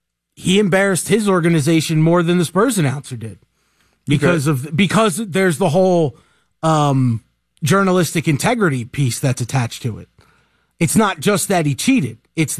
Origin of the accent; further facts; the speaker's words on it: New York, United States; now in Atlanta, United States; I grew up in New York.